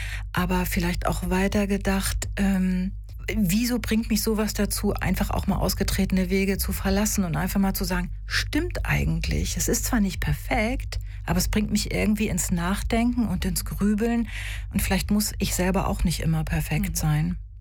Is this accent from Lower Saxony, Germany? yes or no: no; Glückstadt, Schleswig-Holstein, Germany; Also ich habe tatsächlich meine erste Lesung aus dem Buch in Glückstadt, wo ich herkomme.